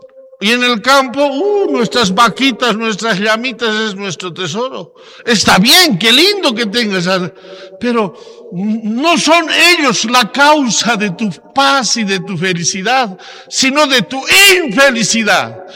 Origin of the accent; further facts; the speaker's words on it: La Paz, Bolivia; Estamos invitados como buenos franciscanos, como buenos paseños, como buenos bolivianos